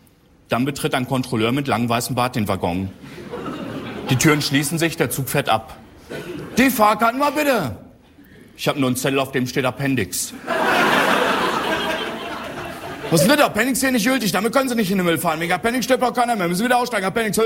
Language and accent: German; Northern Germany, Germany; Ich sage, ich bin eigentlich aus Norddeutschland.